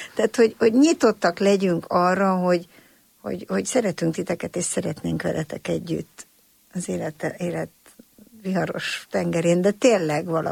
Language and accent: Hungarian; Budakeszi, Pest, Hungary; mi mindannyian Budakesziről jöttünk